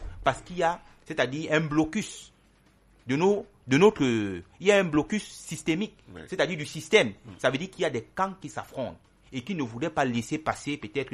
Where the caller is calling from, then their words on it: Cameroon; en tant que Camerounais